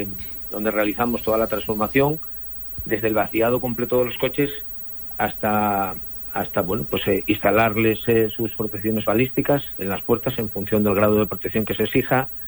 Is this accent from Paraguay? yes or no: no; Asturias, Spain; cuando estás fuera de Asturias, pues como buen asturiano presumes, ¿no?